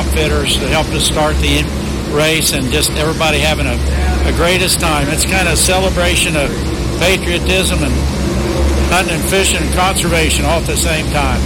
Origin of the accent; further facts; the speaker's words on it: Missouri, United States; Where I grew up in Missouri and the Ozarks, that's our.